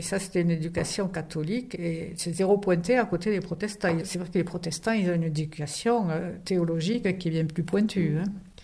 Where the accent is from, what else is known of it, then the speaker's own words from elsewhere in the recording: Southern France, France; Après, sinon, non, quand on vient du sud de la France, Montréal, le Canada.